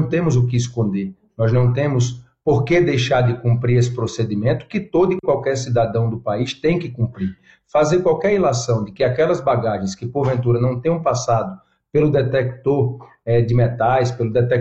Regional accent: Paraíba, Brazil; eu sou do sertão da Paraíba

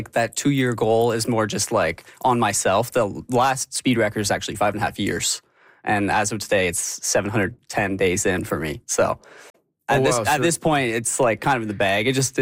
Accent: Calgary, Alberta, Canada; I grew up in Calgary, and the Canadian Rockies are just the home range.

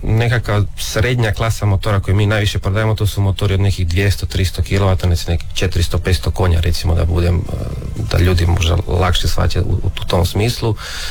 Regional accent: Pula, Istria County, Croatia; mi smo tu iz Pule, pretežito svi, imamo jednog Porečana isto.

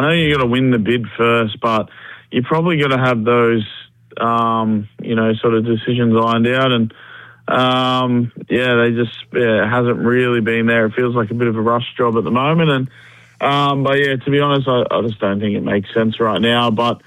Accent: Penrith, New South Wales, Australia; And, you know, obviously I'm from Penrith, but there was no doubt in my mind who I was going for.

